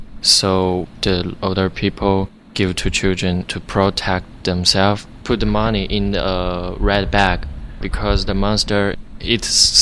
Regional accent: China; I'm from China, and I'm in Berkshire High School. I'm 10th grade.

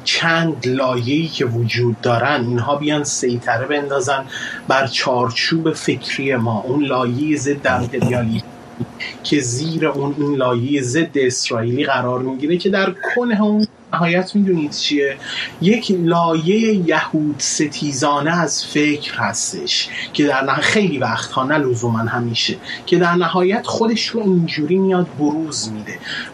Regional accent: Iran

